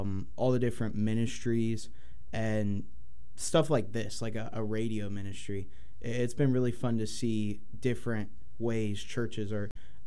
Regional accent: Clay, West Virginia, United States; I am from Clay, West Virginia

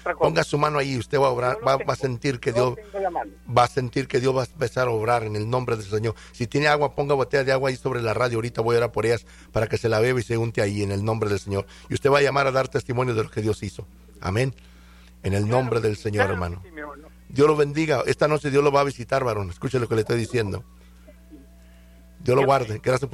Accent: Mathis, Texas, United States; Yo soy de Mathis, hermano, nomás que estoy en vivo acá en la radio en el Valle.

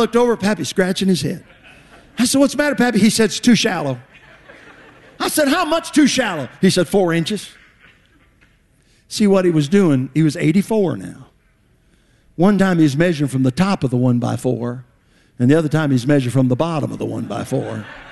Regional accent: the North, United States; I was a Yankee as a Yankee can get.

